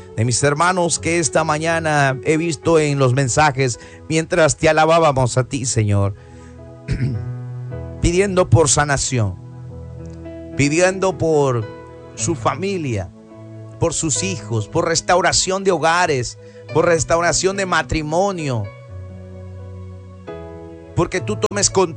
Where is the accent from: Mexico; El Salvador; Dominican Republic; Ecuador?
Ecuador; mi país, Ecuador